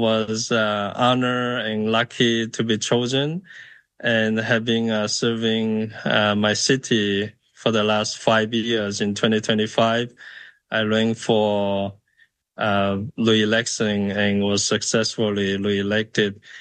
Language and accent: English; China; moved away as an adult; also born or lived in Iowa, United States; now in Edmonds, United States; I was born and raised in China, and I had an incredible honor to immigrate to the United States as a young man at the age of 24 in 1995